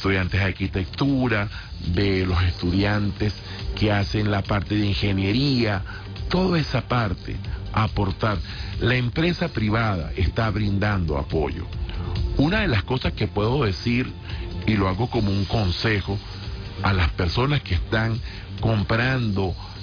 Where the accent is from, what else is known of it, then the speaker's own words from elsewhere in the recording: Venezuela; Vamos a dejar un poco el fanatismo político y vamos a enfocarnos como venezolanos en la tragedia.